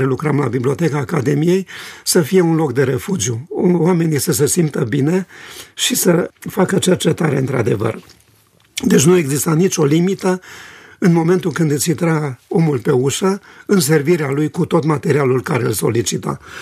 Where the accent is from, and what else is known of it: Romania